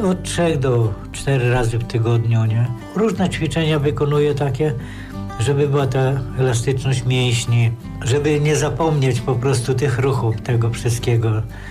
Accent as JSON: {"language": "Polish", "town": "Chełm", "region": "Lublin Voivodeship", "country": "Poland", "tie": "born or raised there", "said": "ja tu pochodzę z Chełma, na ulicy Lwowskiej"}